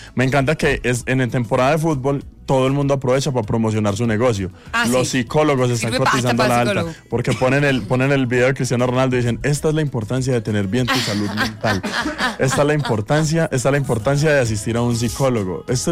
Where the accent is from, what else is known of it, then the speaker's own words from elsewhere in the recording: Colombia; Cualquiera de nosotros como colombiano dice, es cierto.